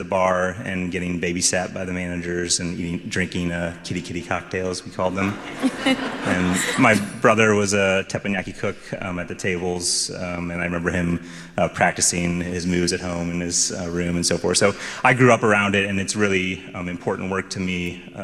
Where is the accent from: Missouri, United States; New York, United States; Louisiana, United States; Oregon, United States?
Missouri, United States; St. Louis; born or raised there